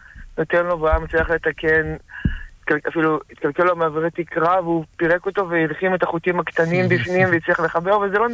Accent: Nir Oz, Southern District, Israel; אבל, אז אני בן קיבוץ ניר עוז, ואבא שלי הלך באותו יום

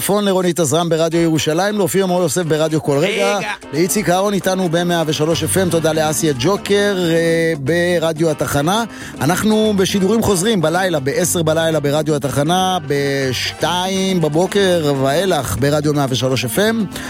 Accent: Kiryat Ono, Tel Aviv District, Israel; אני גדלתי בקריית אונו

